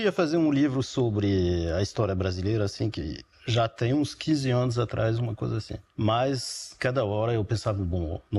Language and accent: Portuguese; France; eu nasci na França, cresci na França, mas tinha esse elemento cultural que era diferente, que vinha da minha mãe, que ela... transmitiu para minhas irmãs, para mim, a língua, a cultura.